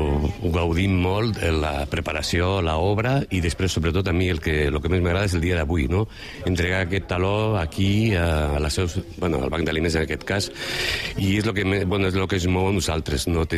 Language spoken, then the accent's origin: Catalan; La Seu d'Urgell, Catalonia, Spain; som gent de la Seu, i com va dir la Núria, fem teatre, gent de la Seu, per la gent de la Seu.